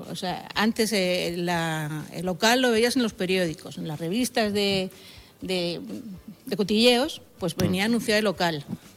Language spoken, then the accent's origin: Spanish; Madrid, Community of Madrid, Spain; accent: mix of Madrid and Pulpí accents; Yo es que soy de Madrid, pero en Madrid me dicen que tengo acento pulpileño y aquí me dicen que tengo acento madrileño, entonces estoy entre dos aguas. Tengo una mezcla de acentos que, bueno, pues ya es mi acento.